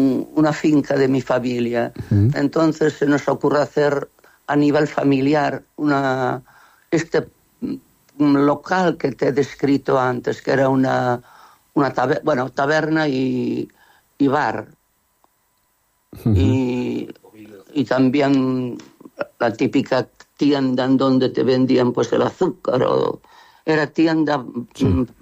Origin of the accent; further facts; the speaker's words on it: Betanzos, Galicia, Spain; born there; also born or lived in Coirós; Realmente era mi pueblo. Coirós también, pero bueno, Betanzos era más interesante. Y estuve 10 años en Betanzos, fíjate.